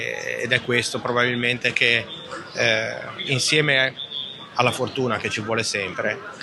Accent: Genoa, Liguria, Italy; parlo per me che sono della Valpolcevera

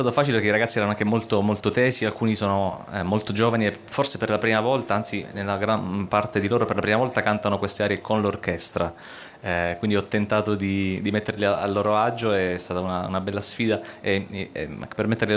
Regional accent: Sicily, Italy; moved away as an adult; now in Weimar, Germany; 3 settimane in Sicilia, sono siciliano, vado un po' a casa anche perché da un anno a questa parte vivo in Germania, a Weimar.

